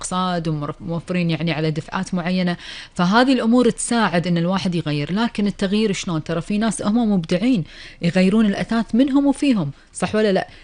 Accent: Kuwait; لكن ديرتنا الحبيبة الكويت عندك الرخيص وعندك الغالي

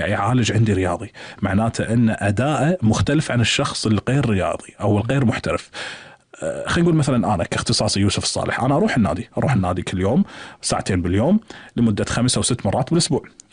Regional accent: Kuwait; في عندنا بالكويت

